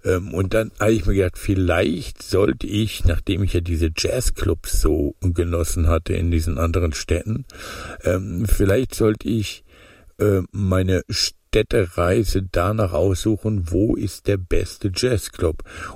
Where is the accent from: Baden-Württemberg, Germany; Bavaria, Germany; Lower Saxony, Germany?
Bavaria, Germany; Munich; Aber warum nicht mal als Münchner mal nach München reisen?